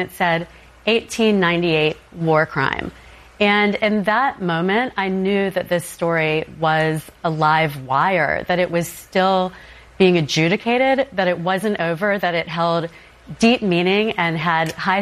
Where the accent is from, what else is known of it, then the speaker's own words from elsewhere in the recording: Wilmington, North Carolina, United States; moved away; You know, I grew up in Wilmington. I was born there in 1980.